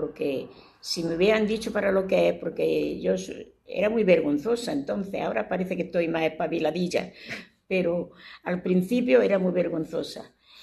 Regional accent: Granada, Andalusia, Spain; born there; moved away; a Granada, que es mi tierra.

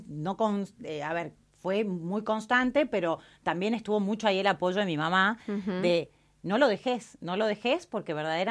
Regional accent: Salta, Argentina; moved away as an adult; now in Neuquén, Argentina; soy salteña de Salta Capital, de pura cepa.

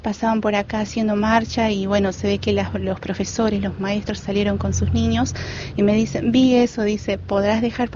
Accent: Salta, Argentina; born there; Yo nací en Salta.

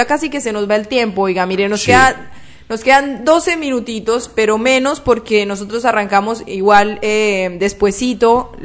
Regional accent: Colombia; now in Argentina; solo éramos 2 de Argentina. Una de la Universidad de Córdoba y yo, que ni, mira, siquiera era argentina, era colombiana.

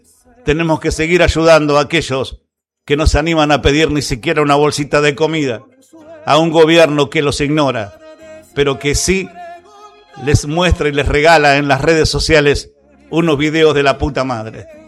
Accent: Buenos Aires Province, Argentina; now in Bragado, Argentina; Nosotros somos argentinos.

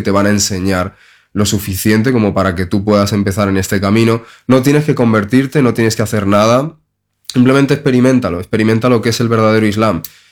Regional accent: Madrid, Community of Madrid, Spain; born there; also born or lived in Tenerife / Galicia; yo soy un chico español, nací en Tenerife. Y realmente he vivido toda mi vida en Madrid durante 10 años de mi infancia. Y después tuve que mudarme con mi familia a Galicia y después de un tiempo, unos 3 años, volví a Madrid.

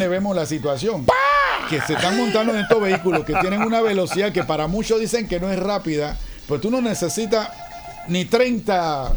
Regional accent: Panama; also born or lived in Dominican Republic; nosotros los exaltamos como panameños y nos sentimos casi, por decir, dominicanizados.

